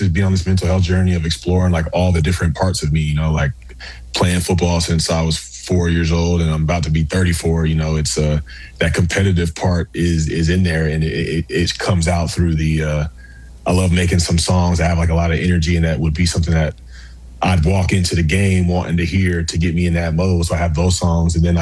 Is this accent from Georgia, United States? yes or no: yes; Atlanta, Georgia, United States; I grew up in the Atlanta area, so seeing you play